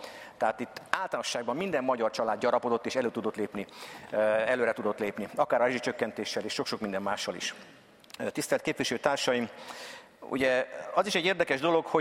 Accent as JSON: {"language": "Hungarian", "region": "Budapest", "country": "Hungary", "tie": "born or raised there", "also_born_or_lived": "Tiszalök, Szabolcs-Szatmár-Bereg County", "said": "én Csepelen nőttem föl, tehát ott jártam általános iskolában, korai gyerekkoromban fölkerültek a szüleim Budapestre, Csepelre, és hogy eddikányos gimnáziumban végeztem."}